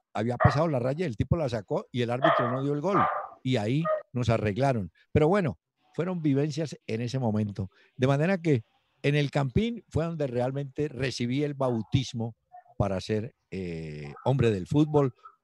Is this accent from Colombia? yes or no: yes; Cali, Valle del Cauca, Colombia; born there; also born or lived in Antioquia; Pero realmente yo nací en Cali